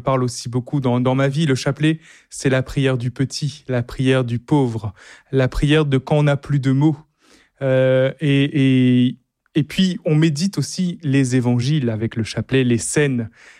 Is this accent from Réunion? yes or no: yes; Réunion; moi je suis de La Réunion